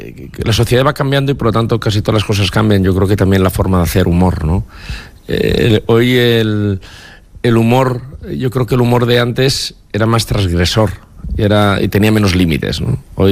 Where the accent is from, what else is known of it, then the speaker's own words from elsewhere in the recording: Valencian Community, Spain; yo creo que sí que tenía algunos rasgos muy característicos Tip de lo que somos los valencianos.